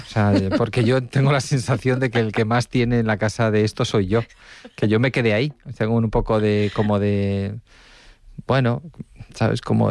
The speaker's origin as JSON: {"language": "Spanish", "town": "Villacarriedo", "region": "Cantabria", "country": "Spain", "tie": "born or raised there", "said": "Y luego he estado en las fiestas de mi pueblo, en Villacarrido, también hace una semana, en la romería"}